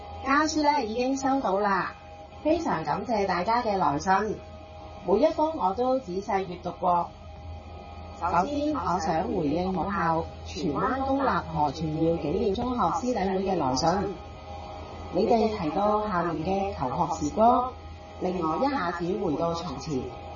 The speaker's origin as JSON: {"language": "Chinese", "country": "Hong Kong", "said": "而身为香港人，"}